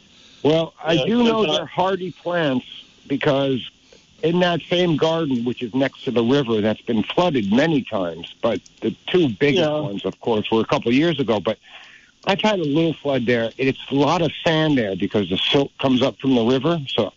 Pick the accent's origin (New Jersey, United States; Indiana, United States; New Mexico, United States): New Jersey, United States; moved away; I grew up in Jersey, but I don't want anyone to know that.